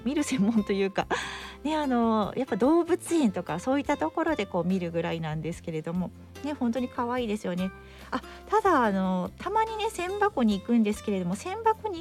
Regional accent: Nagasaki, Japan; まあ、私は出身が長崎なのでね

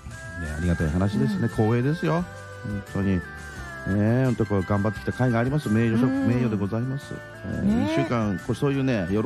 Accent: Namegata, Ibaraki, Japan; ちょっと行方でさ、ちょっとせっかく私の地元ですからね、

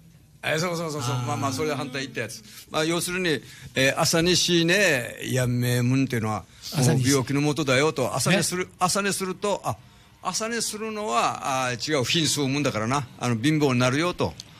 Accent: Okinawa, Japan; うちのあの沖縄の言葉にもそういうことわざがありますよ、

